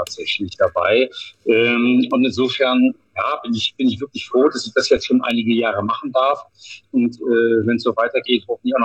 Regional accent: Northern Germany, Germany; moved away; weil wenn man als Norddeutscher nach Bayern kommt, dann sagen sie nicht alle, ach super, endlich mal ein Norddeutscher hier.

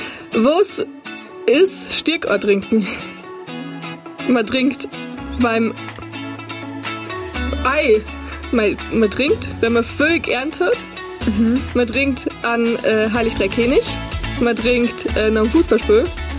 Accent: Bavaria, Germany; Wir kommen beide aus der Oberpfalz.

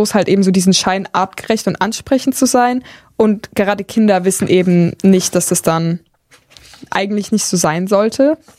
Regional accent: Baden-Württemberg, Germany; Ich bin nämlich tatsächlich in der Nähe von Stuttgart auch aufgewachsen.

